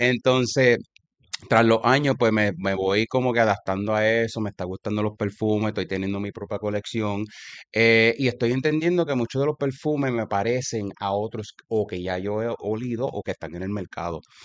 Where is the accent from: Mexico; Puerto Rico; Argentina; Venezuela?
Puerto Rico; representarme a mí como boricua